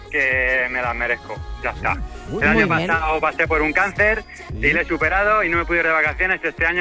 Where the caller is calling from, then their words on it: Toledo, Castilla-La Mancha, Spain; que llamo de Toledo.